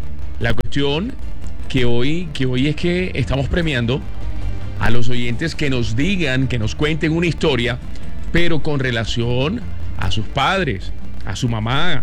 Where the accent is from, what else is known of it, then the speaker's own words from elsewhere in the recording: Colombia; Y más que nunca lo decimos con orgullo, somos colombianos.